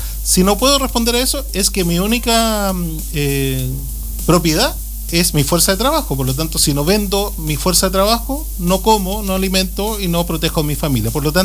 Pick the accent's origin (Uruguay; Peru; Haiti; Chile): Chile